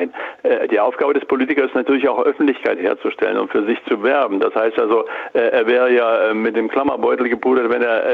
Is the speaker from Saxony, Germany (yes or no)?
no; Thuringia, Germany; Also ich fand es einen Beitrag, den man sich als Thüringer anhören sollte.